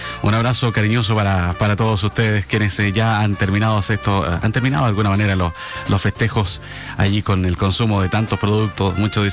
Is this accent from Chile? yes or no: yes; Chile